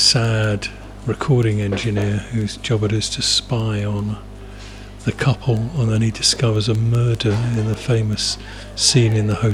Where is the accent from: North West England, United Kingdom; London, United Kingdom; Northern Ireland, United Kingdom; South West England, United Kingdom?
London, United Kingdom; born there; also born or lived in Camberwell; I was born in Catford and lived in Camberwell.